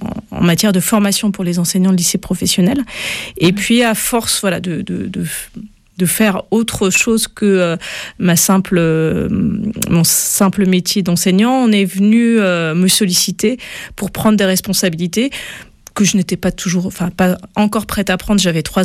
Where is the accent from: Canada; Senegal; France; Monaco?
France; Brest, Brittany; moved away as an adult; also born or lived in Nantes; now in Paris, France; je suis originaire de Brest.